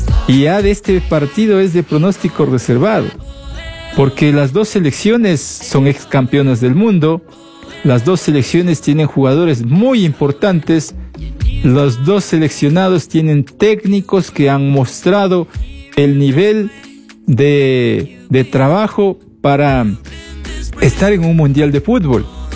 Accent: Ecuador; nosotros como ecuatorianos

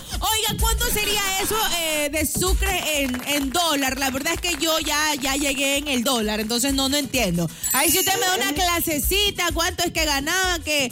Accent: Ecuador; seguimos aquí como buen ecuatoriano

